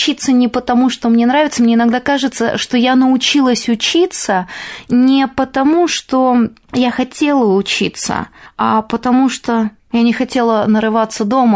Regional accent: Bishkek, Kyrgyzstan; born there; Я родилась во Фрунзе в семье офицера, кадрового офицера и учительницы.

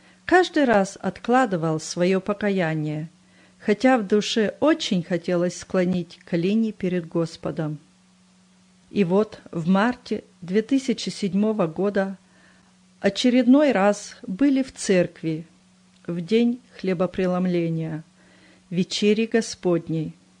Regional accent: Western Ukraine, Ukraine; Родился я в Западной Украине в семье глухих. Родители были неверующие. Жили мы в общежитии, где в одной комнате проживало две семьи.

